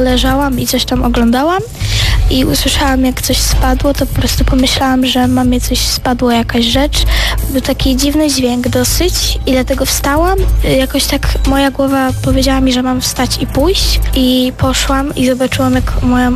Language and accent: Polish; Brzeg, Opole Voivodeship, Poland; jestem z Brzegu.